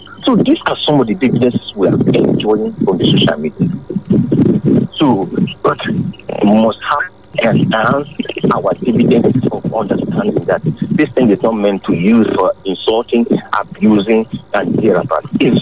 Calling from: Abuja, Federal Capital Territory, Nigeria; I'm calling all the way from Abuja.

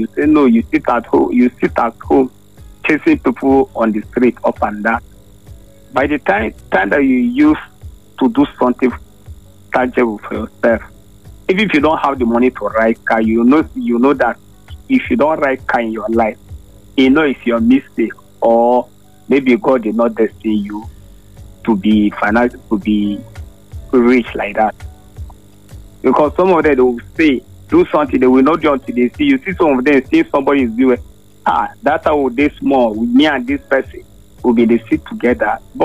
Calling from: Nigeria; I'm calling from Barat.

